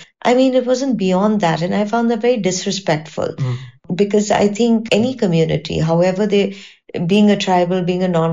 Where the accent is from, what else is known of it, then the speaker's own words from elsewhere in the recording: Surat, Gujarat, India; No, I'm from the Surat side. It's not meetha at all.